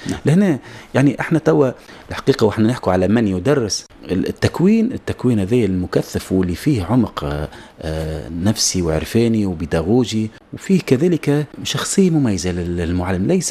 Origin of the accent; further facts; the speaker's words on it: Tunisia; احنا كعائلة تونسية